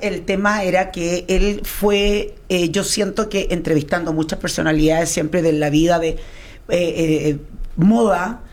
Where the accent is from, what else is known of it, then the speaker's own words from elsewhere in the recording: Chile; Yo soy de Chile, base en Chile. También viajo mucho a Nueva York por diversas razones, pero soy chilena.